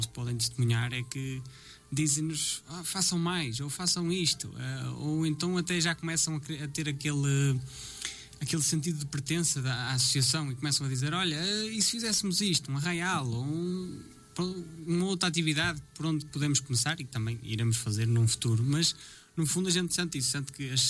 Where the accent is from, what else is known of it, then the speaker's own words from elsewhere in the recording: Lousada, North, Portugal; sou de Sousela de cima